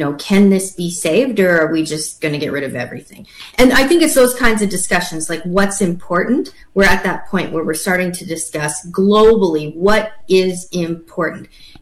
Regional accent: Canada; now in Arizona, United States; I am a Canadian

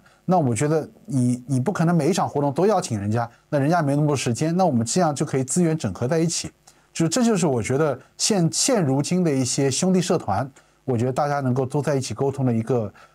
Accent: China; now in New South Wales, Australia; 作为中国人来讲

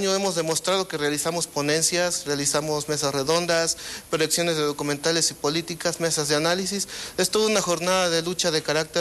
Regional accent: Morelia, Michoacán, Mexico; incluso hasta compañeros que somos de aquí de Morelia, se nos quiere lanzar fuera de la ciudad.

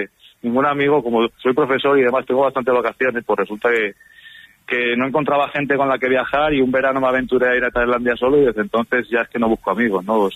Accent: Zamora, Castile and León, Spain; moved away as an adult; now in Barcelona, Spain; Yo soy de Zamora, pero vivo en Barcelona. Llevo 13 años ya viviendo en Barcelona.

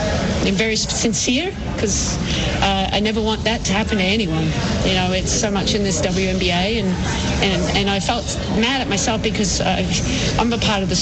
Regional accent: Australia; And it's no excuse that I'm from Australia. We have cultural differences. I've lived here long enough to know the issues that there are in this country.

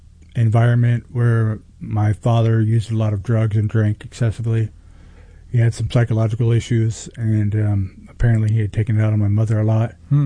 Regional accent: California, United States; born there; also born or lived in Humboldt County, California; eventually we moved from Southern California when I was around 11 up to northern Humboldt County.

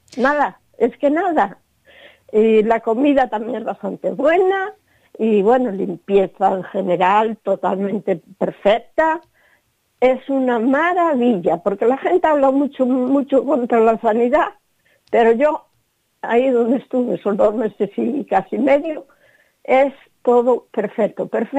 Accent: Pontevedra, Galicia, Spain; Soy de aquí de Pontevedra, ¿sí? Junto a Pasarón.

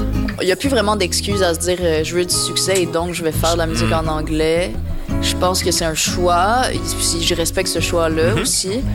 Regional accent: Quebec, Canada; Fait que la meilleure manière de le faire pour moi, c'était juste de le faire dans ma langue maternelle, puis dans, avec la manière dont je parle à tous les jours. Puis c'était aussi, I guess, un peu un choix de vouloir faire perdurer la langue puis mmh. la culture québécoise.

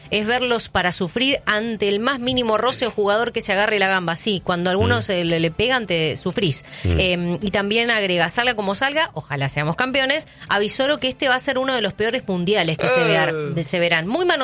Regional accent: Argentina

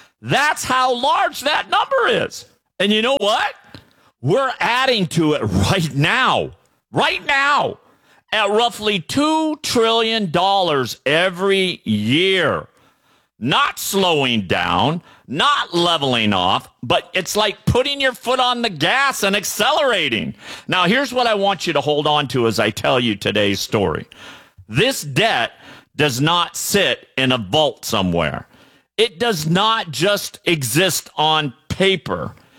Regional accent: Iowa, United States; now in Minneapolis, United States; over there in Minneapolis, Minnesota, from my hometown, Iowa.

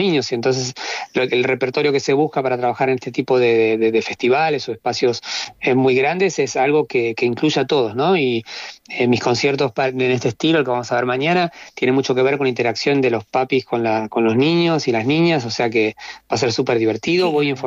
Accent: Buenos Aires, Argentina; moved away as an adult; also born or lived in Bariloche, Argentina; now in Alicante, Spain; Yo, si bien soy de Buenos Aires originalmente, los últimos 25 años antes de venir aquí viví en Bariloche, que es la Patagonia argentina.

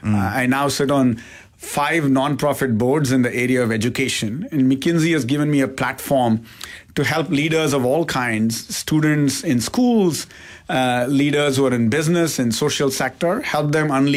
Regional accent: Chennai, Tamil Nadu, India; moved away; also born or lived in Delhi, India; I was born in India, where I grew up. I was born in Delhi, but grew up mostly in the south in Chennai.

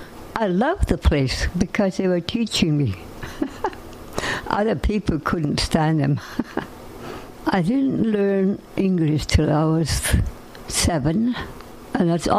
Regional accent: Fort Rupert, British Columbia, Canada; I was born and raised in Tachis in Fort Rupert.

